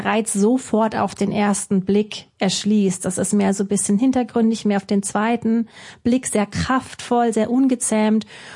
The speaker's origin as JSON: {"language": "German", "region": "Southwest Germany", "country": "Germany", "said": "Also ich komme ja aus dem Südwesten, vielleicht weil man doch als Kind dann öfter da war zum Wandern und so."}